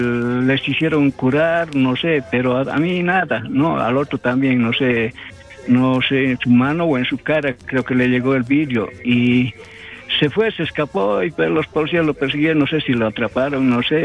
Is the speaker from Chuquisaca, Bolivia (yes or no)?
no; Oruro, Bolivia; moved away; a mi pueblo Alto Saucarí, a mi junta vecinal Zanja de Coronación